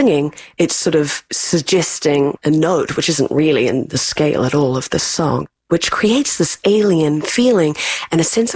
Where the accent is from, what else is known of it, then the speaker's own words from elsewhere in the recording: New Zealand; now in United States; as a New Zealander living in America